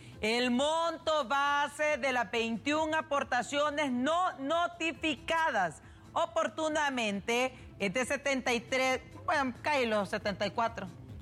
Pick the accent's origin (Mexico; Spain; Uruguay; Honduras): Honduras